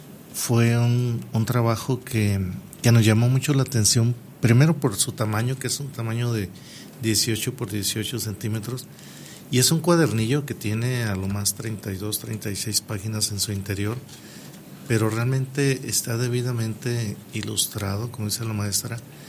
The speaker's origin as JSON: {"language": "Spanish", "town": "Tayoltita", "region": "Durango", "country": "Mexico", "tie": "born or raised there", "said": "Y el concierto de verano a mí me mandó a mi pasado, la verdad, de mi infancia, que fue en Tayoltita, con un clima excepcional en Tayoltita, y entre los árboles de mango y los frutales y tanta vegetación que hay en Tayoltita."}